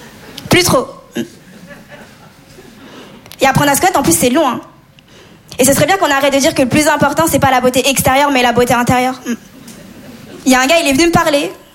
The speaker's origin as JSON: {"language": "French", "country": "Comoros", "said": "D'ailleurs, moi, comme je vous dis, je viens des Comores. Et nous, on est vraiment connus pour célébrer"}